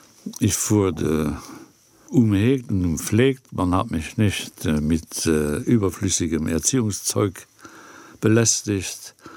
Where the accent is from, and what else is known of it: Luxembourg; born or raised there